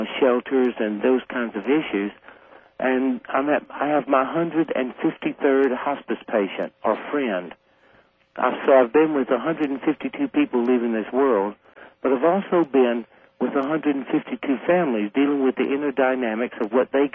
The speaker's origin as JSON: {"language": "English", "region": "Deep South", "country": "United States", "tie": "born or raised there", "said": "growing up in the Deep South."}